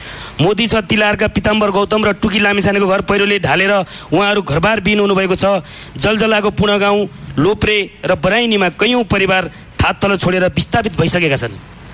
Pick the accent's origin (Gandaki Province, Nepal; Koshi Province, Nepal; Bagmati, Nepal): Gandaki Province, Nepal; Parbat District; हरेक वर्षासँगै आउने विपत्तिको त्रास आज मेरो गृह जिल्ला पर्वतको नियति बनेको छ।